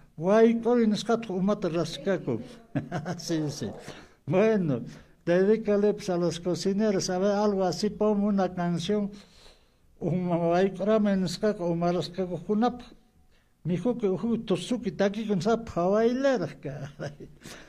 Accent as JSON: {"language": "Spanish", "town": "Acomayo", "region": "Cusco", "country": "Peru", "moved": "yes", "said": "Llegamos a mi tierra santa, mi Acomayo querido"}